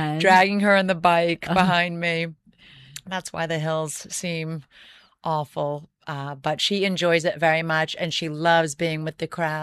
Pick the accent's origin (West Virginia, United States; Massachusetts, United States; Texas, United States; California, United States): Massachusetts, United States; Tyngsborough; But we try to get to try on Wednesdays in my hometown in Tingsboro.